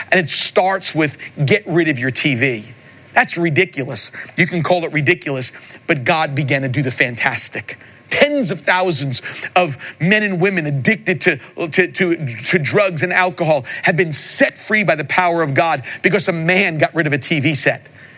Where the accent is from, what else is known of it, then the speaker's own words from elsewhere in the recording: Long Island, New York, United States; I grew up in Long Island, New York